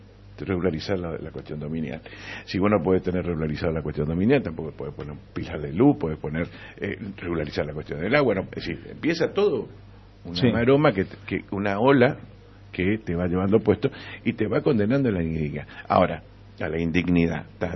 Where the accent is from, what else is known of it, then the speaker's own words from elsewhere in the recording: Barranqueras, Chaco, Argentina; yo soy de Barranquera, como vos lo sabes.